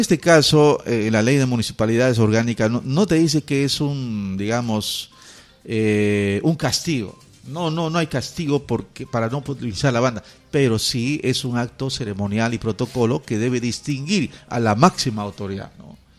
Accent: Tocache, San Martín, Peru; Yo que soy de Tocache, no voy a comportarme como cualquier chancho, ¿no?

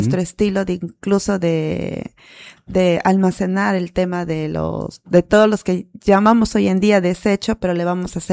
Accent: Cachillaco, San Martín, Peru; Nosotros venimos de la comunidad de Cachillaco, que está en el distrito de Pólvora, en la provincia de Tocache.

